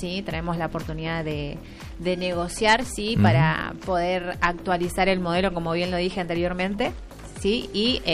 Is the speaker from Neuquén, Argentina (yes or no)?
yes; Neuquén, Argentina; Soy neuquina, la empresa es neuquina, ¿sí? Estamos en Neuquén Capital